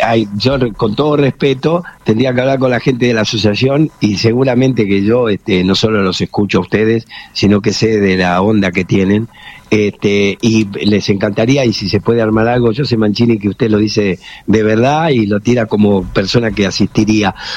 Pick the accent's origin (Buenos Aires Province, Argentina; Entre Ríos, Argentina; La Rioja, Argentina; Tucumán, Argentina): Buenos Aires Province, Argentina; Avellaneda; born there; also born or lived in Ensenada; yo nací en Avellaneda dentro de la comunidad y también viví en Ensenada con la otra comunidad